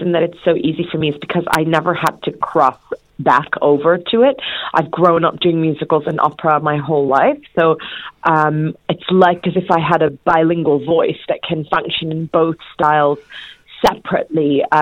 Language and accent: English; Melbourne, Victoria, Australia; moved away; wonderful to be back in my hometown of Melbourne.